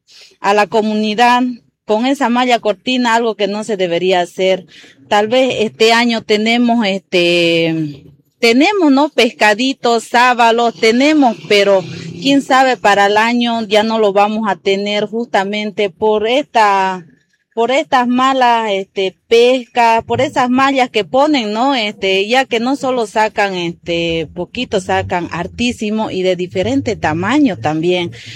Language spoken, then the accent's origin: Spanish; Puente Viejo, Bolivia; soy la segunda burubicha de la zona Cami, soy comunaria de Puente Viejo, ¿no?